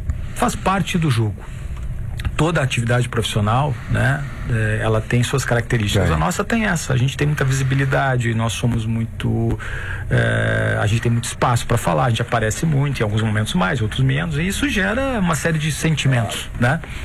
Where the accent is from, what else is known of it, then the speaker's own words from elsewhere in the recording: Rio Grande do Sul, Brazil; moved away as an adult; also born or lived in São Paulo; now in Porto Alegre, Brazil; porque eu sou gaúcho com muito orgulho, né? Embora tenha vivido numa cidade cosmopolita durante 6 anos